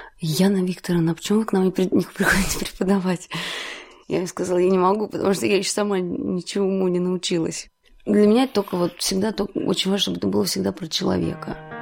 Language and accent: Russian; Latvia; moved away as an adult; also born or lived in Moscow; я латышка, иностранная гражданка